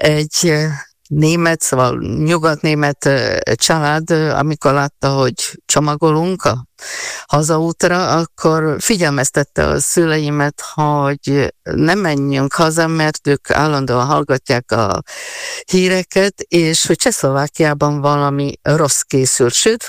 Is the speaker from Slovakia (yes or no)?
yes; Košice, Košice Region, Slovakia; moved away; Kassai születésű vagyok, és annak ellenére, hogy már jó néhány éve elkerültem Kassáról, sőt mondhatnám azt is, hogy néhány évtizede nem élek Kassán.